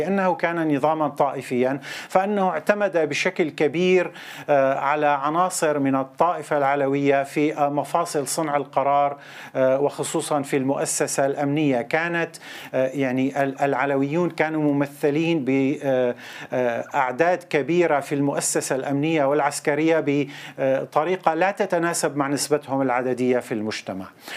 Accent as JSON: {"language": "Arabic", "country": "Syria", "said": "بلادنا سوريا"}